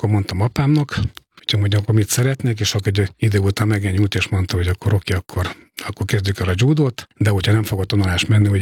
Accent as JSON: {"language": "Hungarian", "town": "Miskolc", "region": "Borsod-Abaúj-Zemplén", "country": "Hungary", "tie": "born there", "said": "Miskolcon születtem 1965-ben, igen"}